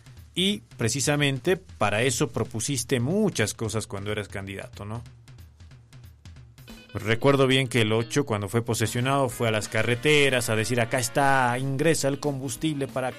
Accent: Bolivia; como bolivianos, como pueblo boliviano

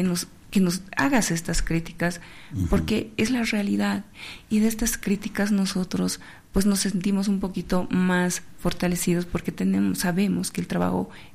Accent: Potosí, Bolivia; todos somos potosinos

